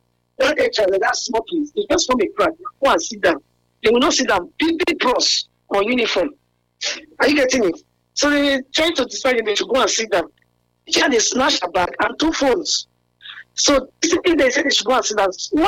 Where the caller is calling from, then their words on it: Nigeria; from Nigeria.